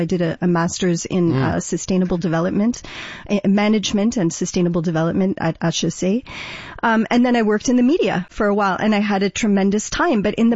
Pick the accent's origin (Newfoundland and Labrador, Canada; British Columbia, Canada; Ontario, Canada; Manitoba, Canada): Ontario, Canada; born there; moved away as an adult; now in Quebec, Canada; as an English speaker, as somebody who's born in Ontario, and moved to Quebec as a young adult, it's really important that we have that connection with Canada.